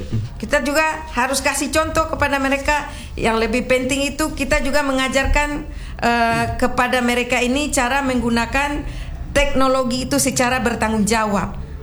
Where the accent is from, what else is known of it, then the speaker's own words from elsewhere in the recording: West Sumatra, Indonesia; now in Ternate, Indonesia; Termasuk kita orang Minang di perantauan, yang alhamdulillah kita hidup di Ternate